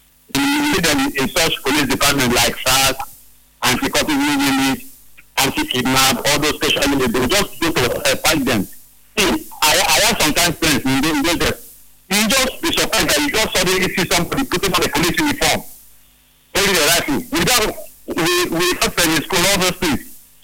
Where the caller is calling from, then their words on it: Port Harcourt, Rivers, Nigeria; I'm calling from Port Harcourt.